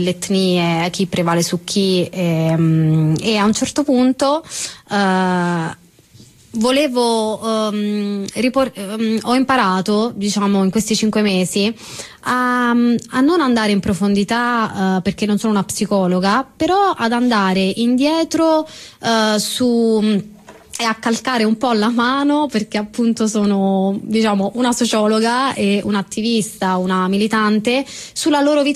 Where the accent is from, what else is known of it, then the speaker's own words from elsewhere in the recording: Southern Italy, Italy; in quanto donna del sud, con una educazione che è stata un'educazione di genere patriarcale